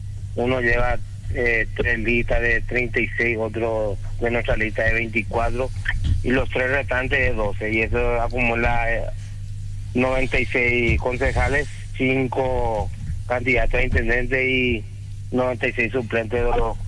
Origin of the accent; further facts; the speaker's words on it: Areguá, Central, Paraguay; En Areguá, mi ciudad natal